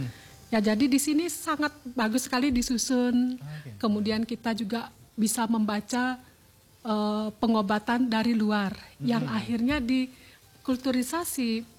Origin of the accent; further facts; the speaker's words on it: Bali, Indonesia; kita lahir di Bali